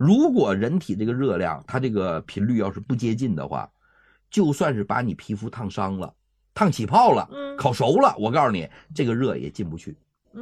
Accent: China; 我们中国人

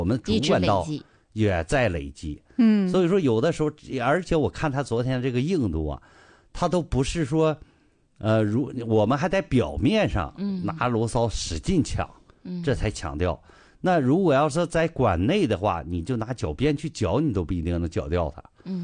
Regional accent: Dalian, Liaoning, China; 我们大连，就像我们大连人建那个海蛎子嘛，

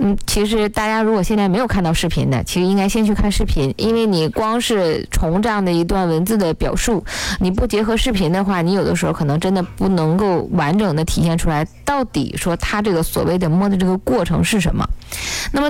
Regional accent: Northeast China, China; 如果要是说用我们东北话哈，可能就是扒拉了一下。

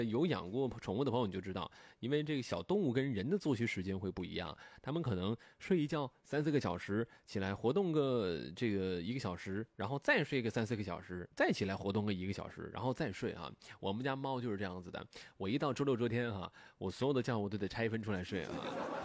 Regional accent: Pingxiang, Jiangxi, China; moved away; 出差的地方还是我老家哈，去萍乡哈

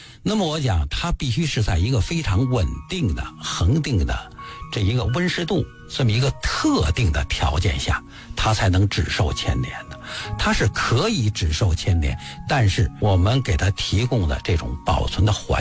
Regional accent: China; 我们中国人能够仿制出最好的物质财富。

